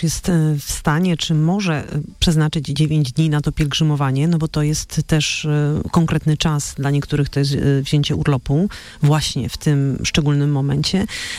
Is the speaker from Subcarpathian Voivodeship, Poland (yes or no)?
no; Częstochowa, Silesian Voivodeship, Poland; Ja rozumiem, ja też jestem częstochowianką, więc pozdrawiam wszystkich częstochowian, tak?